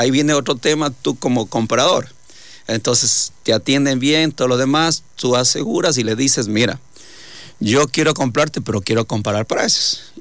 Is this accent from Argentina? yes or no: no; Ecuador; nosotros tenemos el tema como ecuatorianos